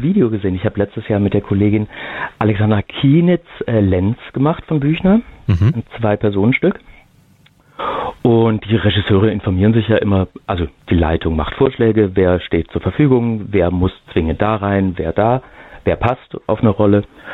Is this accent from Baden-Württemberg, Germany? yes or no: yes; Stuttgart, Baden-Württemberg, Germany; Dann gab es in Stuttgart, wo ich herkomme, einen Theaterjugendclub an einem professionellen Kinder- und Jugendtheater.